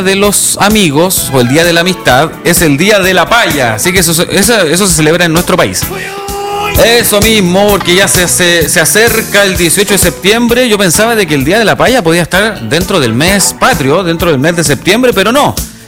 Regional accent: Chile; Eso nos distingue como chileno.

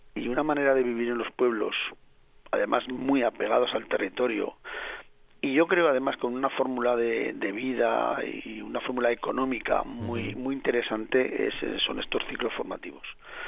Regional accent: Tardienta, Aragon, Spain; soy de pueblo, yo soy de Tardienta, claro, y he vivido perfectísimamente todo esto en mi propia casa, ¿no?, que también teníamos algunos campos y algunas cosas.

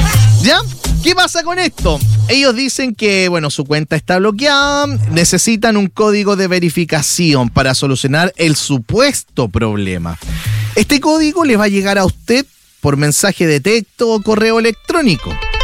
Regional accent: Chile; los cuales nosotros, como chilenos y como personas, tenemos que prevenir.

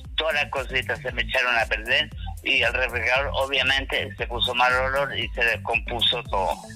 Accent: Quillota, Valparaíso, Chile; De acá, de Quillota.

